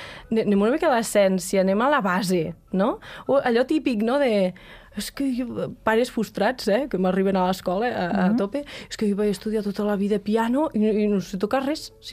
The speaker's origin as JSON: {"language": "Catalan", "town": "Lleida", "region": "Catalonia", "country": "Spain", "said": "Jo que sóc de Lleida"}